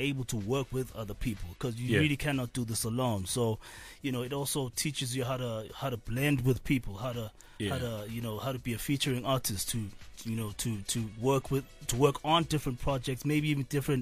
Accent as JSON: {"language": "English", "country": "Eswatini", "moved": "as an adult", "lives_now": "South Africa", "said": "I hail from the Kingdom of Eswatini. I've been based here in SA, you know, for a couple of years on and off. Yeah, I was in college here some years back."}